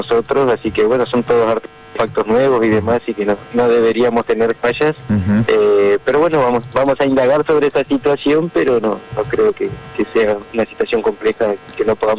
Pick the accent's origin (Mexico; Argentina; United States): Argentina; Paraná, Entre Ríos